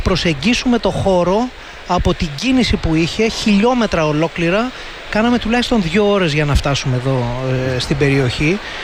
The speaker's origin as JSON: {"language": "Greek", "country": "Greece", "said": "είμαστε υπερήφανοι που είμαστε Έλληνες"}